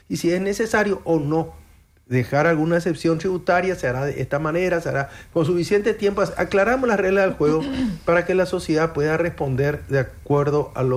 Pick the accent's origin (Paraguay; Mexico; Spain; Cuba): Paraguay